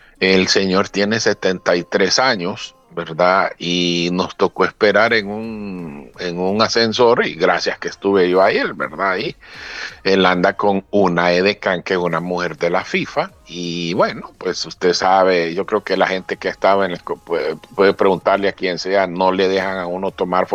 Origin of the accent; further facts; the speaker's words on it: Honduras; mire, yo soy de Honduras, le digo de Concacaf, de Honduras